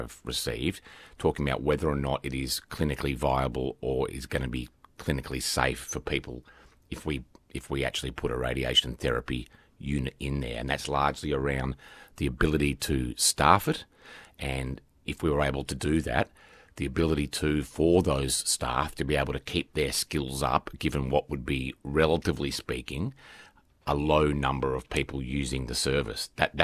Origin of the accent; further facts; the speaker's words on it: Victoria, Australia; I grew up near Portland